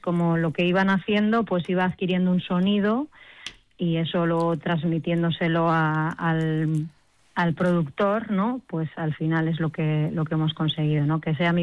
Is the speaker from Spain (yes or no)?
yes; Portugalete, Basque Country, Spain; Porque yo soy aquí de Portugalete y vivimos todos muy pegaditos.